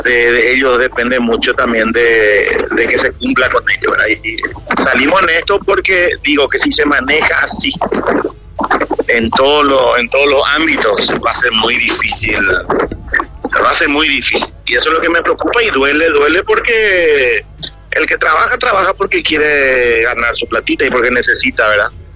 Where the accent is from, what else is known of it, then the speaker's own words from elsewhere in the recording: Ceballos, Paraguay; born there; mi papá sí es de Luque, nació en Luque, vino a Ceballos a trabajar en la Lievi, seguramente por esas circunstancias yo nací en Ceballos